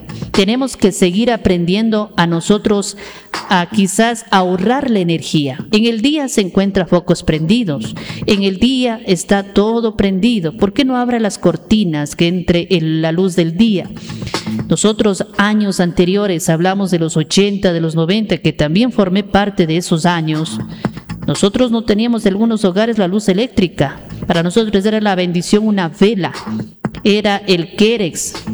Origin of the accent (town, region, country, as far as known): Ecuador